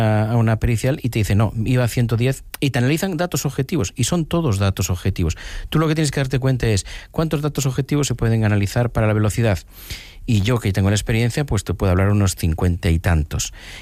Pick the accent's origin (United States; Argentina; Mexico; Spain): Spain; Galicia; Yo soy gallego, aquí cualquier anciana de mi pueblo te dice enseguida lo que tienes según lo que haces.